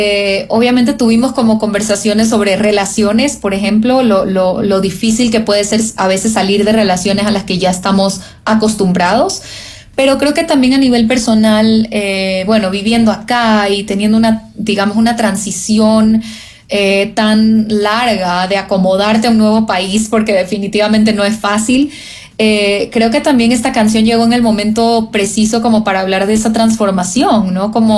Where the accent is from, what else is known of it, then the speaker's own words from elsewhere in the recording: Ecuador; moved away; ¿y de dónde eres tú? Y yo, de Ecuador.